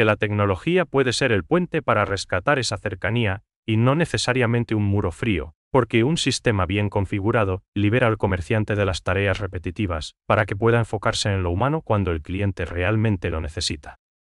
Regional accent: Paraguay; la atención personalizada que tanto nos caracteriza como paraguayos

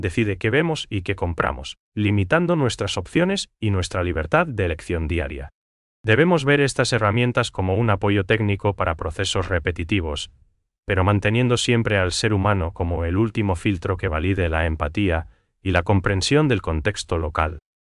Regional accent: Paraguay; esa calidez y ese trato humano que nos define como paraguayos.

